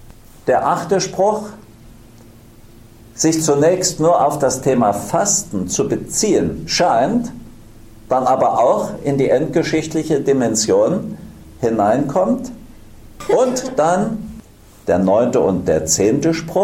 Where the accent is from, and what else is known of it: Germany